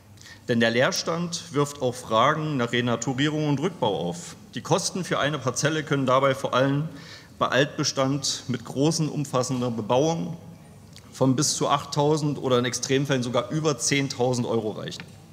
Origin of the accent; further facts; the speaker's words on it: Leipzig, Saxony, Germany; Als Leipziger